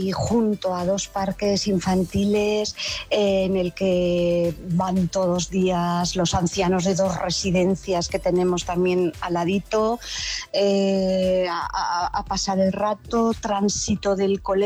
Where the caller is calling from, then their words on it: Zaragoza, Aragon, Spain; soy una de tantos vecinos de Valdespartera